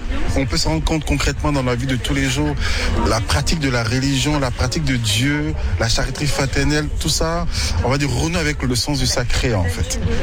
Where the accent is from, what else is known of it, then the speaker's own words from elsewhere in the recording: Côte d’Ivoire; Moi, je viens de la Côte d'Ivoire.